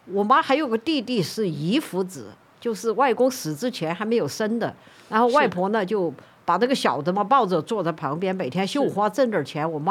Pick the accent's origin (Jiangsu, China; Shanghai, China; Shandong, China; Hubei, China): Shanghai, China; born there; 就拿给这些刚刚调到上海来的工作的这些就是国家机关的工作人员，那我们就住在那儿，我就出生在那儿了。